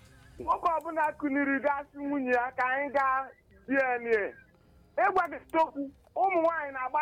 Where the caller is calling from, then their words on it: Abakaliki, Ebonyi, Nigeria; I'm calling from Ebonyi State, Abaki Lekki.